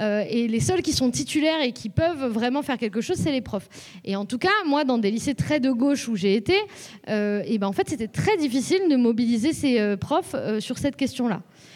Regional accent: Lyon, Auvergne-Rhône-Alpes, France; moi à la base je viens de Lyon, et donc je me suis fait tabasser suffisamment souvent pour bien comprendre comment ça fonctionnait l'extrême droite

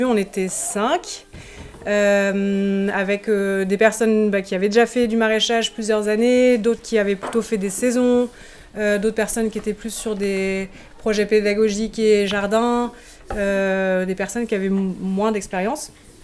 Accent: Grand Est, France; also born or lived in Germany; Et je viens de Lorraine, mais je ne connaissais pas Bure avant d'avoir été en Allemagne. Donc je suis revenue m'installer là-bas en 2019.

